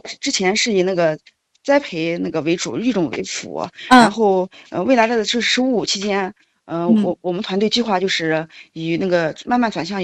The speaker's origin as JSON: {"language": "Chinese", "town": "Xinyuan", "region": "Xinjiang", "country": "China", "tie": "born or raised there", "lives_now": "Beitun, China", "said": "是有一些，因为我也是新疆人，在新疆出生、新疆长大，但是我们家是新疆伊犁兴元县的，"}